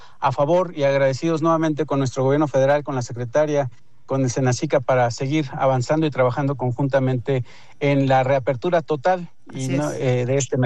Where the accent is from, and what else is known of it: Mexico